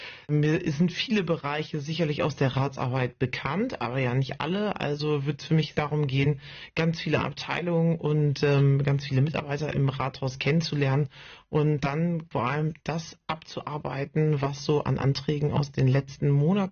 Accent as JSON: {"language": "German", "town": "Varel", "region": "Lower Saxony", "country": "Germany", "tie": "born or raised there", "said": "Ich bin 40 Jahre alt, verheiratet. Ich habe zwei Kinder. Ich komme aus Farel. Da bin ich geboren und aufgewachsen."}